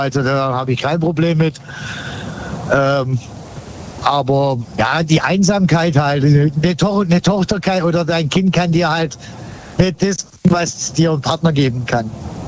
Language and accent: German; Baden-Württemberg, Germany; Ich komme aus dem Kreis Tübingen.